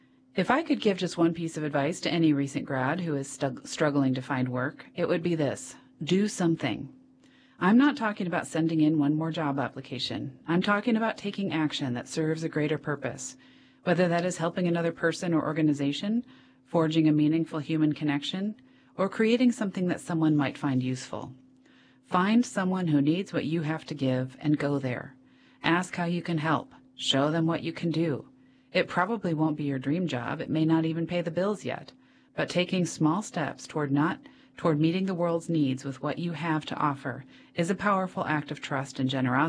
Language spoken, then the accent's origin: English; Tennessee, United States; I graduated collections in my home state of Tennessee. I decided to take a leap of faith and to do volunteer service in Minnesota with Jesuit Volunteer Corps.